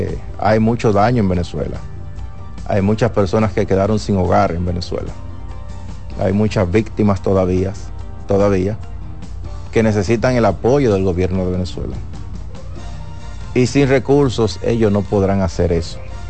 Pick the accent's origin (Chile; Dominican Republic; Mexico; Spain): Dominican Republic